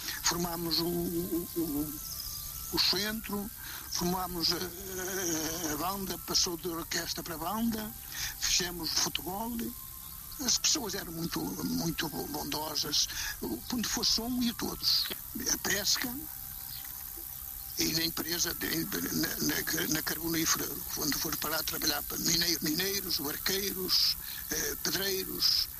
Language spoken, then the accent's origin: Portuguese; Rio Mau, Portugal; mas sempre na minha terra, sempre no Rio Mau.